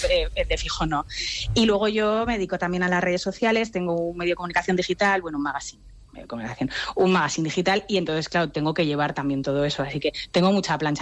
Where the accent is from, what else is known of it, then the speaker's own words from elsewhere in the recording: Zaragoza, Aragon, Spain; soy la única de Zaragoza, no oigo mi acento desde hace 3 meses.